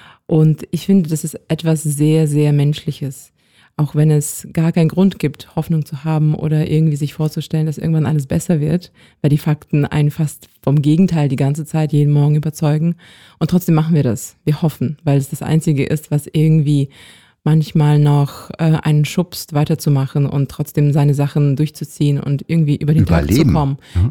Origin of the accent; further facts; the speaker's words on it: Kyiv Oblast, Ukraine; aus dem Norden der Ukraine, aus der Region von Kiew, wo ich aufgewachsen bin.